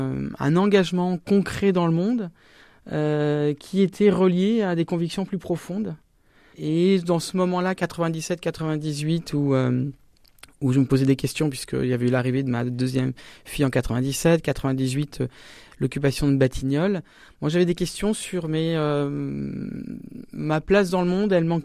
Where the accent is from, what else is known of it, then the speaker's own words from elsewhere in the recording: Poitiers, Nouvelle-Aquitaine, France; J'ai grandi à Poitiers